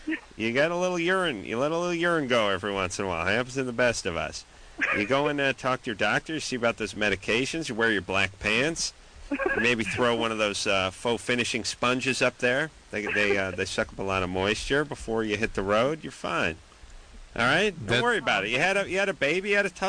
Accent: North Hollywood, California, United States; North Hollywood? Yeah. That's my hometown.

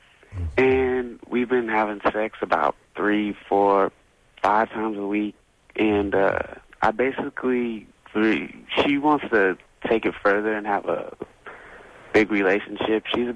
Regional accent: Rancho Santa Margarita, California, United States; I grew up in Rancho Santa Margarita

